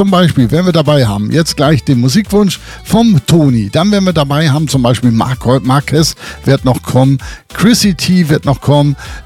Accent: Hamburg, Germany; Es ist ein Podcast direkt aus meiner alten Heimatstadt aus Hamburg

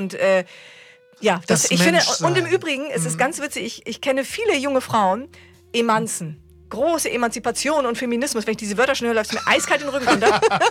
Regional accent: East Germany, Germany; ich komme ja aus dem Osten, aus den neuen Bundesländern.

